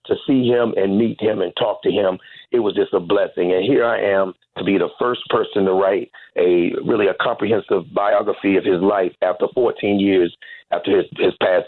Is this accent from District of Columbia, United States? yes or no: yes; Washington, District of Columbia, United States; moved away as an adult; I'm from Washington, D.C., went to Duke Ellington School for the Arts and graduated 1985. So I left Washington in 85.